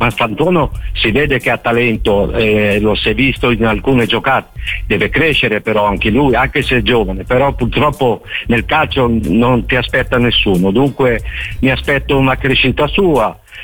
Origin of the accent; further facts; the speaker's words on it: Veneto, Italy; born there; now in Florence, Italy; Cioè, mi piace ricordare che sono nato in provincia di Venezia, ma ormai io sono qui da 35 anni, io sono ormai fiorentino adottato.